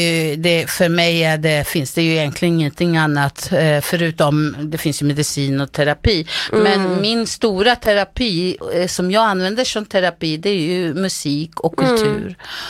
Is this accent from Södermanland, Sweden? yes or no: yes; Vingåker, Södermanland, Sweden; jag är uppvuxen utanför Vingåker, men jag gick ju i skolan i Vingåker.